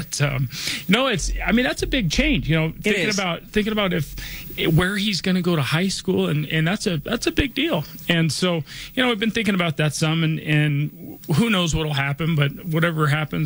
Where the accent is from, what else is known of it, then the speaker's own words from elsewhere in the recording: Denver, Colorado, United States; I was born and raised here in Denver, and I went to Cherry Creek High School. I grew up, I went to Holly Hills Elementary School, grew up close to, Hamden and I-25.